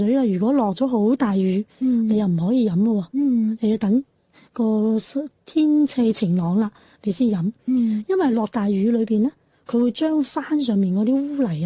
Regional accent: China; 冬至之后三天咧就称为立啊嘛，我哋中国人称为立。

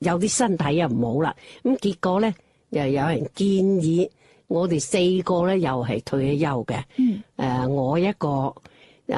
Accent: Foshan, Guangdong, China; 南方嗰场其中一场佛山咧，因为我系佛山人，我南海出世啊，佛山啊嘛

